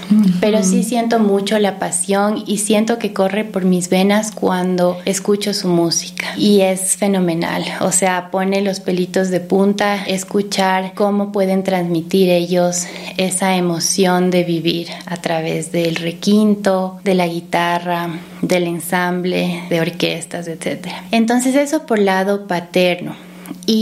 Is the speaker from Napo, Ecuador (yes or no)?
no; Quito, Pichincha, Ecuador; yo soy quiteña. Desde hace al menos 2 o 3 generaciones, tanto por lado paterno como materno, tenemos registros de que las abuelas, los abuelos nacieron y crecieron